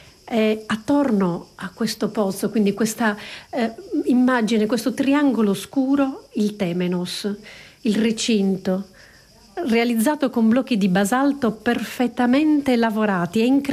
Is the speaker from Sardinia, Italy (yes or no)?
yes; Sardinia, Italy; Siamo nel centro della Sardegna, la mia terra